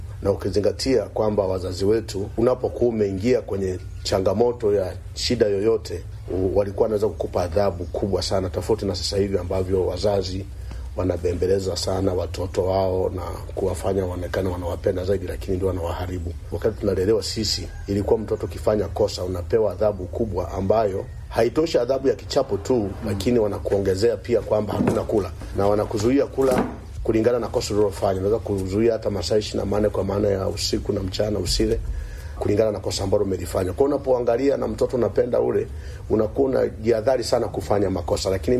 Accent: Tarime, Mara, Tanzania; born there; also born or lived in Serengeti / Nyasura; Nimezaliwa Serengeti miaka hii kadhaa iliyopita, na baada ya pale naishi sehemu inaitwa Mtomara, sehemu inaitwa Nyasura, kijiji cha Nyasura. Miaka ya 85 tukahama pale, tukahamia Tarime mjini, na tukao tumewekeza makazi pale Tarime mjini.

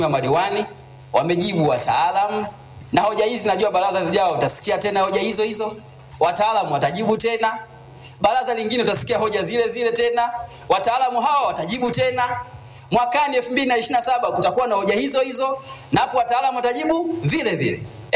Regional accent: Tunduru, Ruvuma, Tanzania; now in Bunda, Tanzania; Hata Tunduru nako sisi kwetu ni hivyo hivyo.

